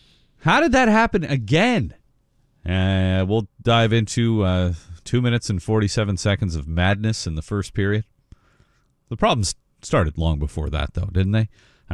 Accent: Canada; Maybe it's because I'm Canadian, you know?

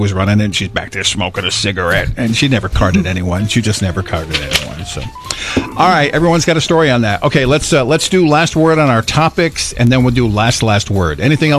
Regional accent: Coventry, Rhode Island, United States; We grew up in Coventry, Rhode Island, and there was a packet.

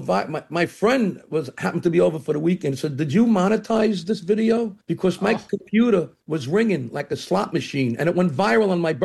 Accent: New York City, New York, United States; I'm from Brooklyn.

